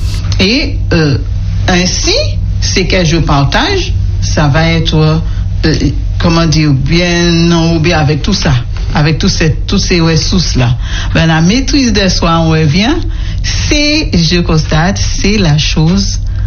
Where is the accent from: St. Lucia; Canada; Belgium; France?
St. Lucia; je suis de Sainte-Lucie et à Martinique, tout près, on s'est dit étranger.